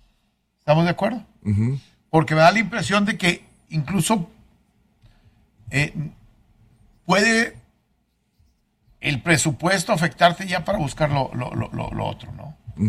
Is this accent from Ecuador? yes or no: no; Reynosa, Tamaulipas, Mexico; now in Monterrey, Mexico; yo soy de Reynosa.